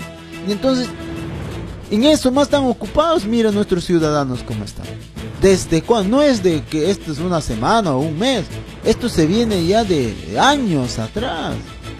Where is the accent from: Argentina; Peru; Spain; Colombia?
Peru; Somos peruanos.